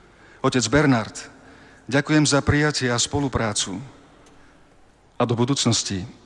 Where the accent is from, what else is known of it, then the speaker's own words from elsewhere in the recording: Košice, Košice Region, Slovakia; Narodil som sa v Košiciach. Tu som prežil väčšinu svojho